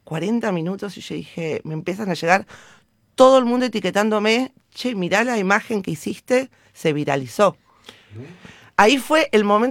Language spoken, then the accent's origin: Spanish; Argentina